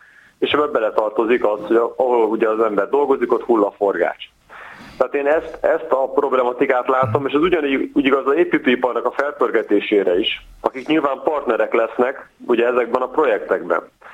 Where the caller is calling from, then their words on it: Budapest, Hungary; én is ilyen részben óbudai vagyok